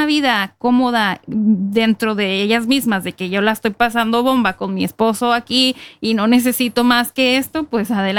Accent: Baja California, Mexico; now in Norway; somos baja californianos los dos.

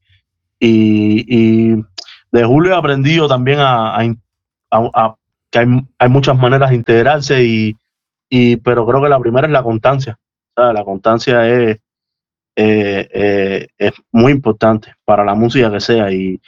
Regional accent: Cuba; Venimos de Cuba y tal, pero no estoy conectado totalmente

